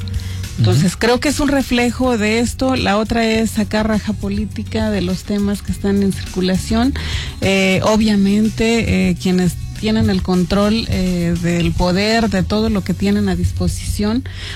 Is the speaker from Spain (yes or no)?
no; Mexico